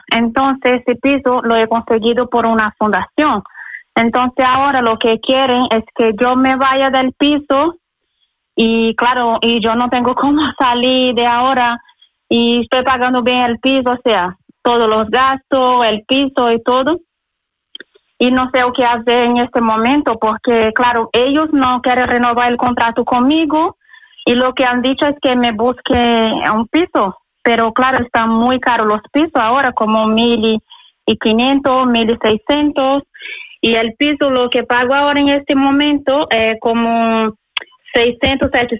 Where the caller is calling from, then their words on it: Madrid, Community of Madrid, Spain; de Villaverde Alto.